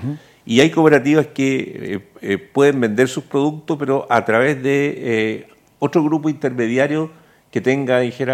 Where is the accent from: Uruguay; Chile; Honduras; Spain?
Chile